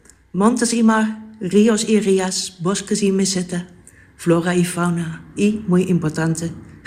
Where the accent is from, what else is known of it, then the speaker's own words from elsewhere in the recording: Netherlands; Spanish is a second language; moved away as an adult; now in Spain; soy holandesa y España es mi nueva patria.